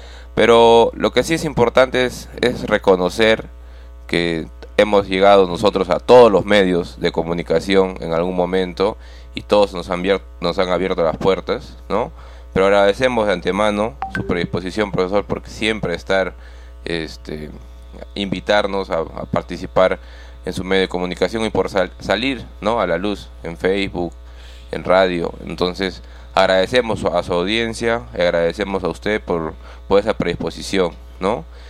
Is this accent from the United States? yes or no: no; Villa Rica, Pasco, Peru; somos personas de Villarrica, jóvenes, muy responsables, ¿no?, y muy trabajadores